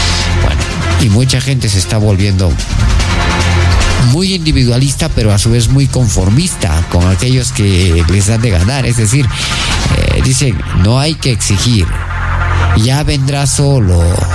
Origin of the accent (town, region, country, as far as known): Peru